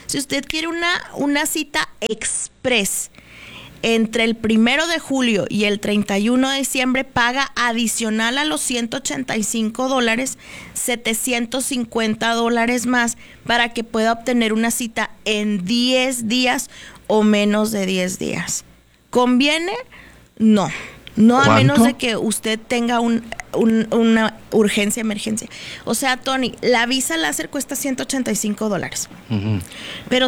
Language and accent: Spanish; Mexico; aunque somos vecinos, pobres tercermundistas